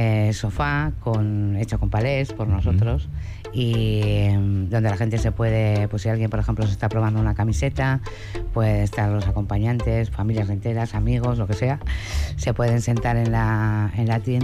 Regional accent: Bilbao, Basque Country, Spain; born there; No, nací en Indautxu.

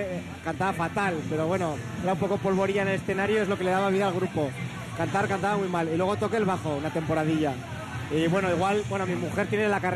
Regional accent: Pamplona, Navarre, Spain

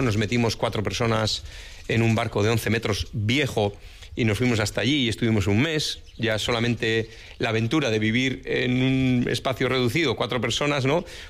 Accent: Basque Country, Spain; Pero queríamos haber ido a la manifestación, como buenos vascos, queríamos haber ido allí

